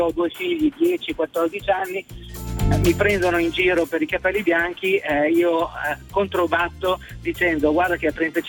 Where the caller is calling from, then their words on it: Piacenza, Emilia-Romagna, Italy; Da Piacenza.